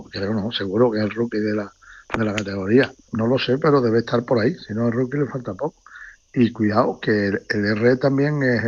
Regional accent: Andalusia, Spain; somos andaluces todos, tío. Es que los andaluces somos y vivimos de una manera distinta al resto del mundo.

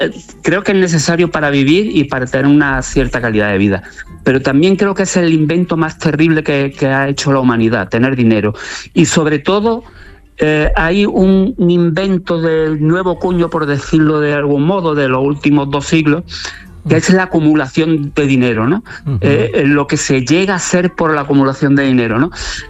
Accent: Córdoba, Andalusia, Spain; el del niño de barrio, en Córdoba, en mi ciudad natal, ese niño de San Agustín, de San Lorenzo, que vivía en una familia terriblemente humilde, muy austera, que teníamos muy poco

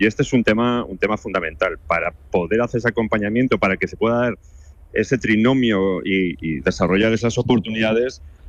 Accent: Spain; por tal y como somos los españoles, es muy intensivo en emociones, ¿no?

